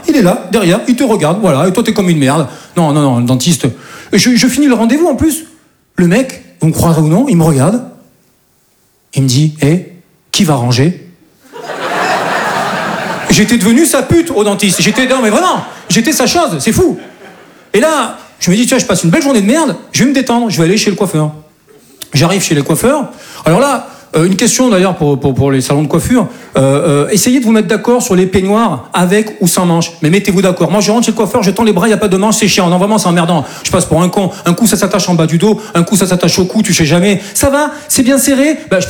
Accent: south of France, France; now in Paris, France; Je dis ça parce que moi, je viens du sud de la France. Et chez nous, c'est un peu plus tranquille, quoi. Et voilà, je suis monté sur Paris

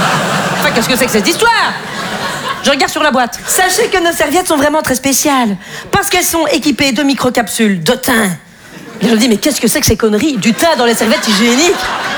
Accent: Belgium; moi, je suis contre le réchauffement climatique, mais c'est facile parce que je suis belge, vous voyez. Nous, l'été, on le connaît quand on va dans le sud de la France, hein.

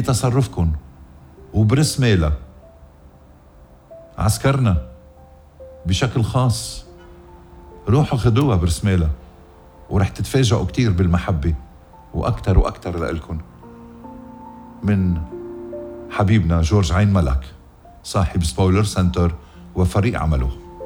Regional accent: Lebanon; يا بلدي لبنان

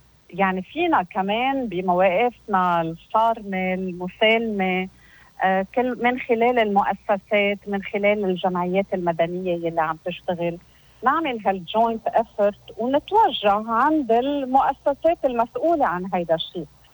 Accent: Lebanon; نحن كمواطنين لبنانيين

